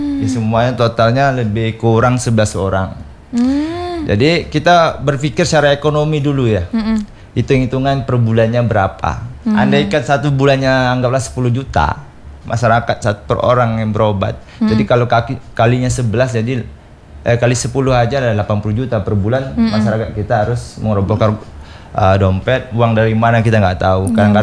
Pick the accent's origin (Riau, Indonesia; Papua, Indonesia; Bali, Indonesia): Riau, Indonesia